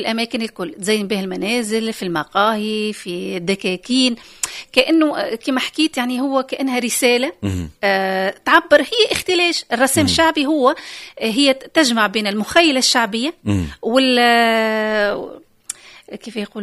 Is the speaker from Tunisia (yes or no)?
yes; Tunisia; احنا في بلادنا تونس